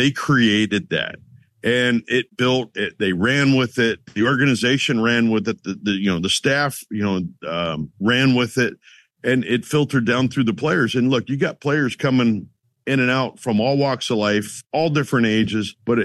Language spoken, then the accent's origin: English; Souderton, Pennsylvania, United States; growing up in Souderton and all around, you know, the area